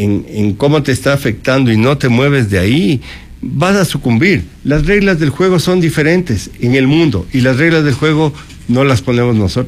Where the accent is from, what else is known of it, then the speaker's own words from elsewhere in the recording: Ecuador; nosotros tenemos que abrir los ojos como ecuatorianos